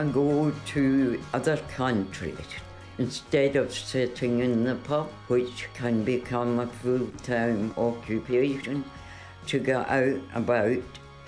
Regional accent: Scotland, United Kingdom; the pride of being a Scot.

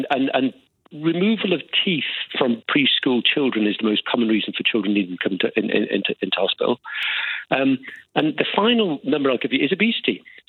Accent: Aberdeen, Scotland, United Kingdom; So I'm from Aberdeen, so I think Scotland, you know, need to put some local context on this.

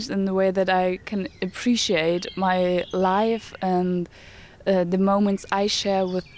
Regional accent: Dresden, Saxony, Germany; English is a second language; moved away as an adult; I'm 19 years old and I am from Germany, from Dresden.

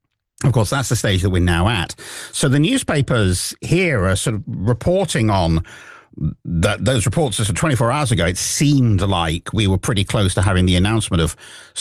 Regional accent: United Kingdom; now in Brisbane, Australia; being British. And I said, well, no, because where I am in Brisbane

